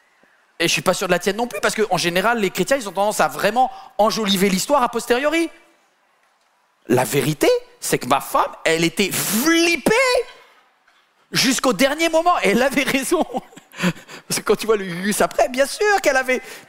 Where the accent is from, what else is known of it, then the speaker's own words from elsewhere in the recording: Paris, Île-de-France, France; Moi, je viens de Paris.